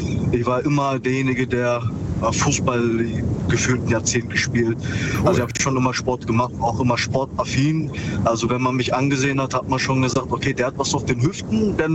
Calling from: Ravensburg, Baden-Württemberg, Germany; Aus Ravensburg.

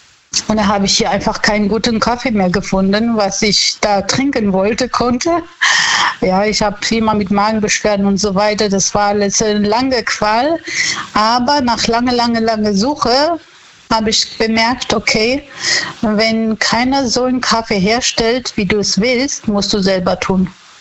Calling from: Wissembourg, Grand Est, France; Ich bin in Wissenburg.

